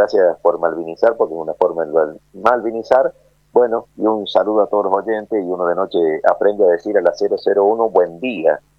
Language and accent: Spanish; Argentina; a pesar que saben que somos argentinos